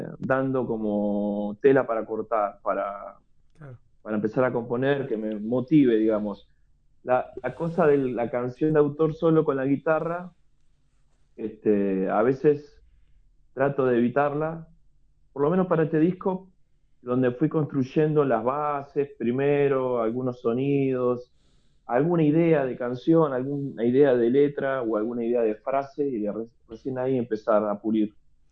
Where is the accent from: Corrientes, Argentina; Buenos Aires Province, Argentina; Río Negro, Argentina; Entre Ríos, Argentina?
Buenos Aires Province, Argentina; La Matanza; La Matanza, de donde yo vengo, La Matanza queda en los suburbios de Buenos Aires.